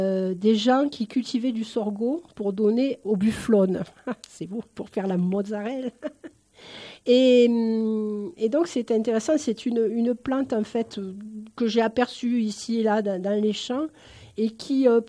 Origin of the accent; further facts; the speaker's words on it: Occitanie, France; moved away; moi, je suis originaire de la région de Nîmes